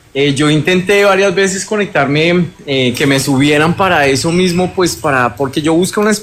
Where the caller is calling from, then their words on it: Neiva, Huila, Colombia; No, yo estoy en Neiva